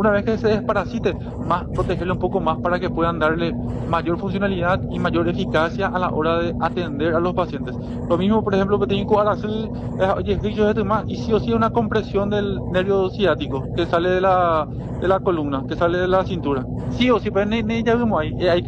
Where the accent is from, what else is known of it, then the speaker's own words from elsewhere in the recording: Paraguay; yo como paraguayo